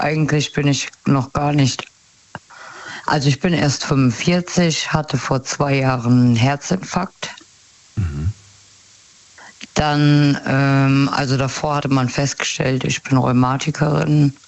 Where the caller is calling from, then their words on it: Rhineland-Palatinate, Germany; Aus dem Westerwald.